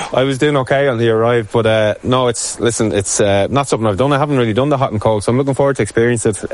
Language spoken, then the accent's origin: English; Galway, Connacht, Ireland; I'm from Galway. Growing up, we were always by the sea.